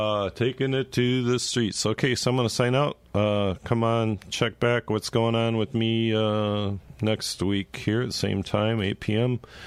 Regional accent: Wellington, Ohio, United States; I'm from Wellington, Ohio, which is south of here, about 7 or 8 miles, 9 miles.

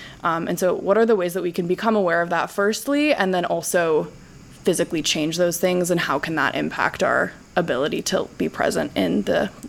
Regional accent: Chicago, Illinois, United States; I'm a rising senior. I'm from Chicago, Illinois

